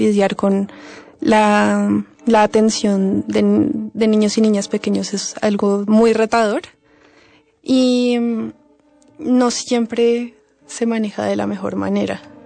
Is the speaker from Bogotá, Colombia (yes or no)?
yes; Bogotá, Colombia; born there; Yo nací en Bogotá, que es la capital de Colombia, en una familia con un padre melómano